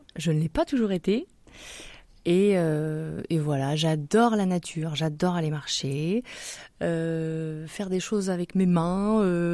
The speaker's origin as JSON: {"language": "French", "town": "Vernon", "region": "Normandy", "country": "France", "tie": "born or raised there", "lives_now": "Bully, France", "said": "donc je suis originaire de Vernon, dans l'Eure. Je suis née là-bas."}